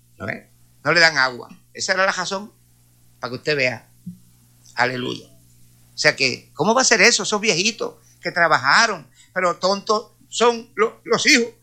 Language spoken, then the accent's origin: Spanish; Puerto Rico; Yo amo a mi patria, amo a mi país.